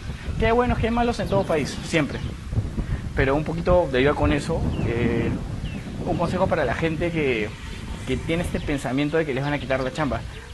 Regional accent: Peru; Y yo le dije, no. No, no soy peruano.

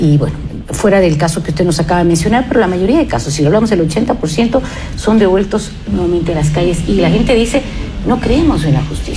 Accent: Ecuador

